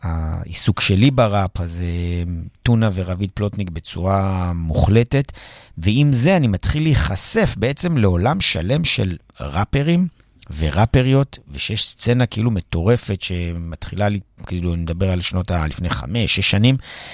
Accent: Jerusalem, Jerusalem District, Israel; אז קודם כל אנחנו מירושלים

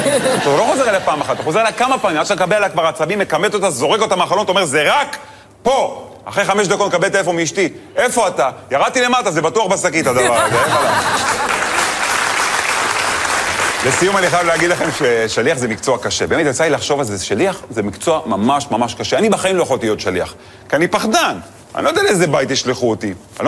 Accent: Netanya, Central District, Israel; now in Tel Aviv, Israel; אני גדלתי בנתניה, לא יצא לי, בחיים לא היה לי שליח בבית, כי אמא טריפוליטאית

